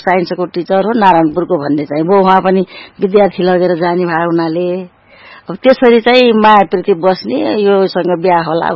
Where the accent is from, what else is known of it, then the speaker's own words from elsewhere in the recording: Ghordaura, Bagmati, Nepal; also born or lived in Bharatpur; मेरो जन्म 2017 साल असोज दशैंको अष्टमीको दिन भरतपुर भन्नाले घोरदौरा हो मेरो जन्म भएको। घोरदौरामा म जन्मिए। मेरो बाल्यकाल कहिले घोरदौरा कहिले भरतपुर गर्दै बित्यो।